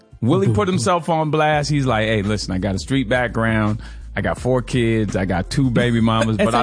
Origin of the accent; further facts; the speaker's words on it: Canada; I'm Canadian. I come from Jamaican parents